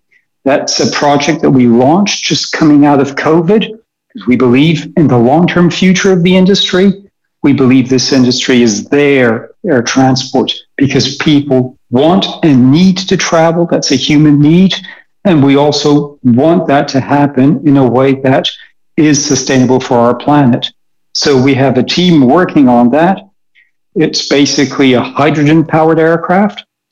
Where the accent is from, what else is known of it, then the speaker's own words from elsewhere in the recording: Toulouse, Occitania, France; they operate out of my hometown here in Toulouse, France.